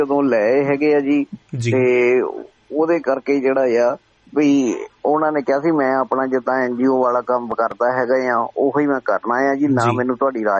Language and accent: Punjabi; Punjab, India; ਅਸੀਂ ਪੰਜਾਬ ਵਾਲੇ